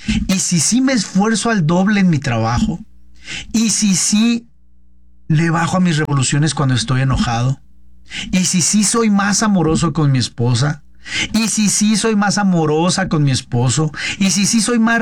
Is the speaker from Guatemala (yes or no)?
no; Mexico; todos somos mexicanos